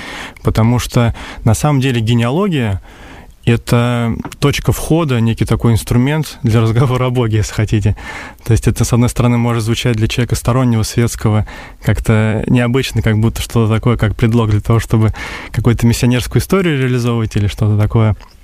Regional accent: Tambov Oblast, Russia; Я сам из Тамбовской области, скажем так, с малых территорий, как сегодня таким термином выражают

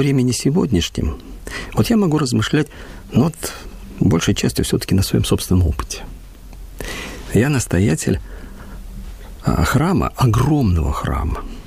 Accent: Grodno, Grodno Region, Belarus; я уже стал священником, приехал в свой город Гродно

